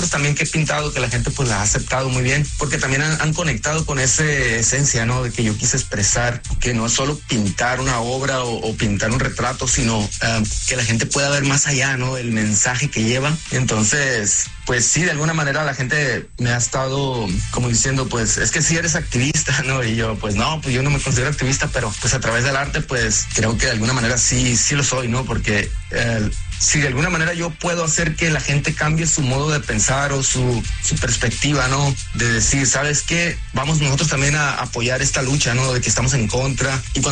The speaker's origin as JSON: {"language": "Spanish", "country": "Mexico", "moved": "yes", "said": "Nosotros como mexicanos"}